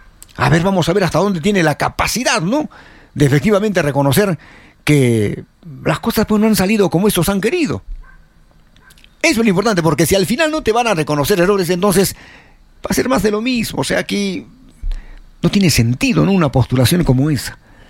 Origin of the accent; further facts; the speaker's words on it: Arequipa, Peru; Que como arequipeños tengamos que tomar la última y la mejor decisión, esperemos.